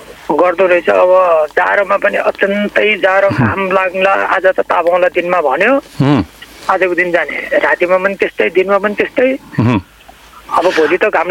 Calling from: Banke, Lumbini Province, Nepal

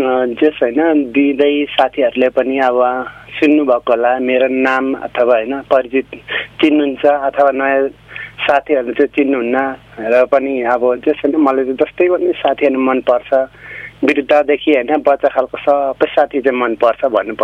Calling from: Ilam, Koshi Province, Nepal; अहिले इलामबाट बोलिरहेको छु।

